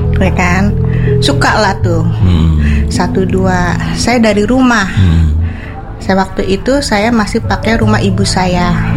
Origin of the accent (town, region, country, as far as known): Cirebon, West Java, Indonesia; born there; moved away as an adult; also born or lived in Jakarta